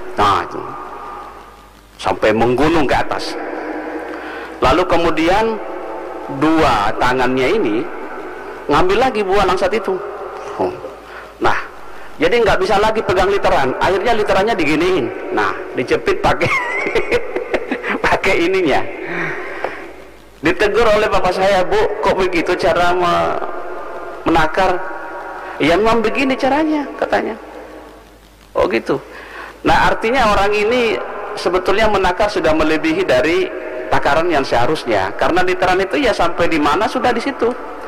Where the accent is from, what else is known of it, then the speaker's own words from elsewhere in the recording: West Sulawesi, Indonesia; moved away; kampung saya di Sulawesi Pak, di Sulbarn, Pulau Alimandar. Saya dulu waktu masih kecil sering menemani bapak saya itu bertani langsat. Jadi saya sering tinggal di hutan